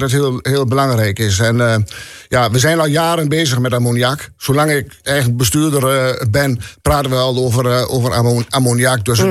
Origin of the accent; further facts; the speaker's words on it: Netherlands; we als Nederlanders